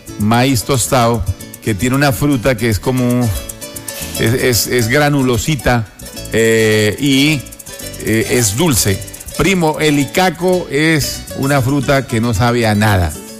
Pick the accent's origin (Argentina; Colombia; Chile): Colombia; Llanos Orientales; now in Piedemonte Llanero, Colombia; las frutas silvestres del llano de donde yo vengo